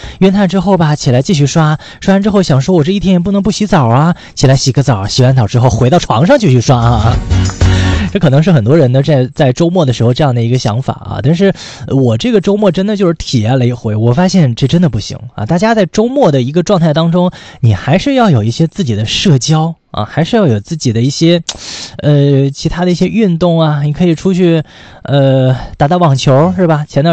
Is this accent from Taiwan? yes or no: no; northern China, China; 作为北方人来说，好像学习粤语有一点点的难